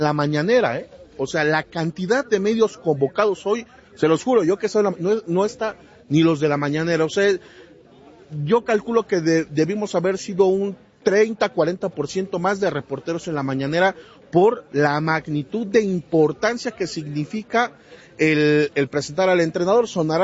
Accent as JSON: {"language": "Spanish", "town": "Ecatepec", "region": "State of Mexico", "country": "Mexico", "said": "No, soy de Catepec."}